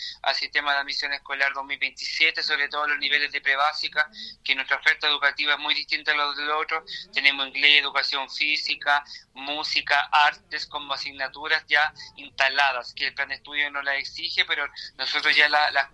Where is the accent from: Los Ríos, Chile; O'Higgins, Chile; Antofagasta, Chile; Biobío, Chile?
O'Higgins, Chile; Rengo; born there; also born or lived in Malloa; como joven, que vengo de Mayúa, pero estudié toda mi vida en Rengo